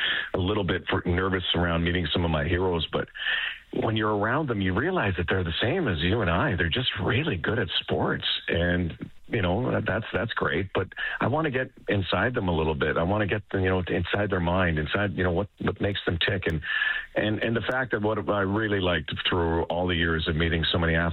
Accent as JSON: {"language": "English", "town": "Winnipeg", "region": "Manitoba", "country": "Canada", "tie": "born or raised there", "said": "I grew up in Winnipeg, the AFCO Cup and WHA days"}